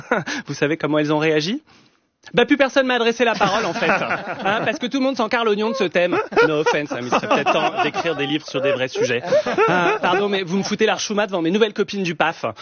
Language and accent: French; France; accent: French; j'espère que mon joueur de hockey ne sera pas dérangé par mon accent français